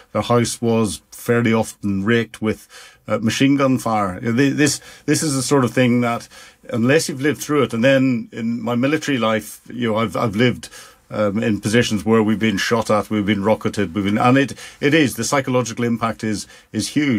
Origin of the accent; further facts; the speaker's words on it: Northern Ireland, United Kingdom; having grown up in Northern Ireland during the Troubles, and my hometown was the most bombed town in Europe